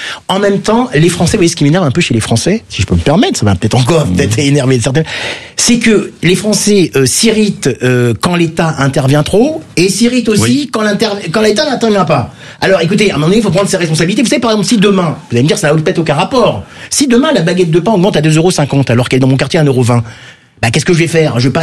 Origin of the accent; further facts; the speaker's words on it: Paris, Île-de-France, France; Moi, alors je vais vous dire, malheureusement, je suis un pur Parisien.